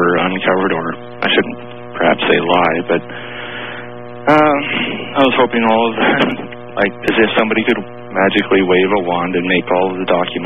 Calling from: Nanaimo, British Columbia, Canada; from Nanaimo calling.

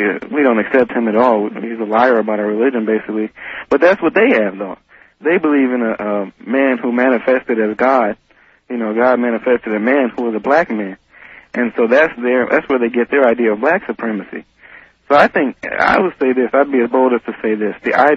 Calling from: Tornado Alley, United States; I'm calling from Tornado Alley, by the way.

